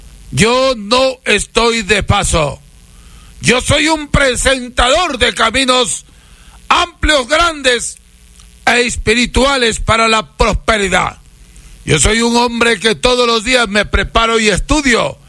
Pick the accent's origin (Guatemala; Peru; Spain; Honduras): Peru; now in Salcedo, Ecuador; tengo familiares, yo soy peruano